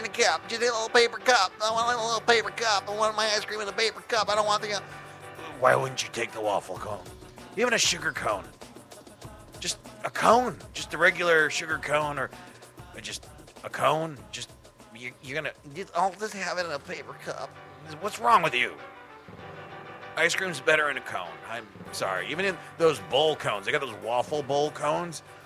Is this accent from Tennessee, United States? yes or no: no; California, United States; Being a Californian